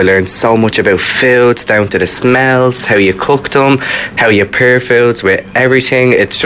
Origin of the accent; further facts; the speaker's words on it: Clondalkin, Leinster, Ireland; I'm originally from Ireland, Dublin, in a little town called Clondalkin.